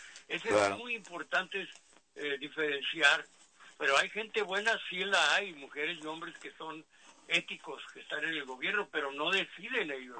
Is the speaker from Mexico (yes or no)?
yes; Mexicali, Baja California, Mexico; ahí por la Madero, ahí donde nací y crecí